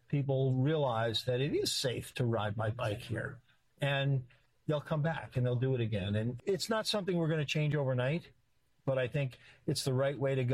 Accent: New York City, New York, United States; also born or lived in Manhattan; now in Montclair, United States; I'm from Middle Village, Queens.

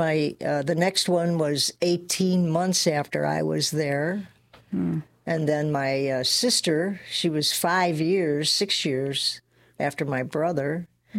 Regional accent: Chicago, Illinois, United States; I grew up in Chicago, and I was the first born of four children in my family.

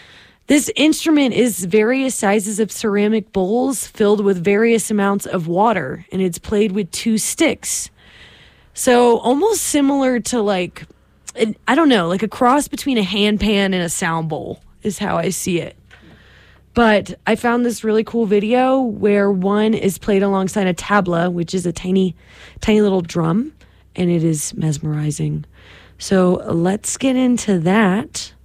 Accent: Daytona Beach, Florida, United States; moved away; my hometown of Daytona Beach, Florida

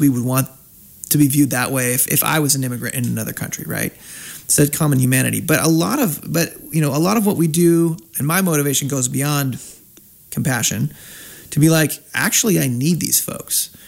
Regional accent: United States; born there; as an American born person

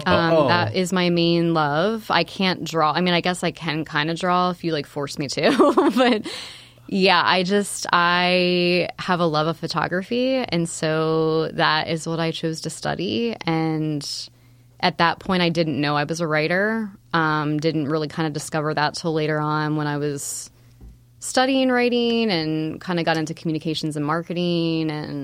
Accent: Lancaster, Pennsylvania, United States; I born and raised in Lancaster, Pennsylvania. So for those who don't know where that is, it's kind of south central towards the east side of Pennsylvania.

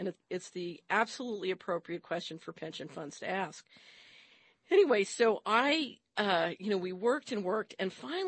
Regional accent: Philadelphia, Pennsylvania, United States; I grew up in Philadelphia.

